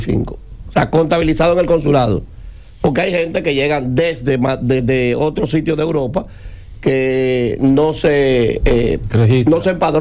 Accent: Dominican Republic; now in Madrid, Spain; los dominicanos nos encontramos normalmente en los juegos deportivos

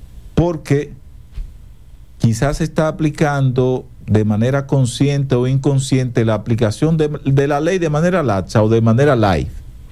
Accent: Dominican Republic; siendo dominicano, usted no puede en su país tener un poquito de quietud.

